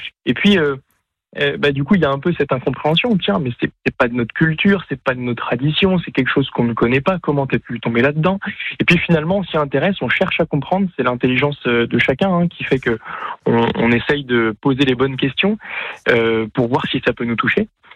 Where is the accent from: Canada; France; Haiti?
France; Nantes, Pays de la Loire; je viens en plus d'une région qui n'est pas taurine. Alors on va parler de Paris, c'est sûr, mais en plus, moi, je suis originaire de Nantes. Et je vais avoir 28 ans cette année